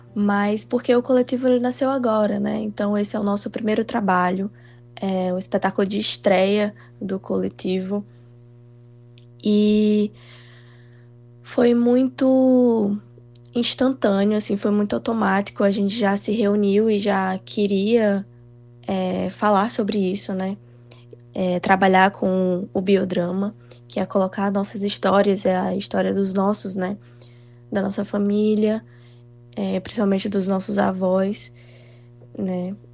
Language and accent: Portuguese; Rio Grande do Norte, Brazil; now in Maranhão, Brazil; A princípio, a temática surgiu do encontro meu e de Micael aqui no Maranhão. Nós dois somos do Rio Grande do Norte